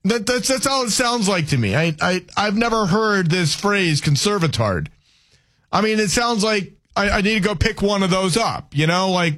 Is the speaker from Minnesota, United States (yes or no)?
no; Louisiana, United States; I'm a Cajun. I identify more as a Cajun. I'm actually more of a cactus, you know, because I'm, you know, kind of Cajun, kind of Kunas.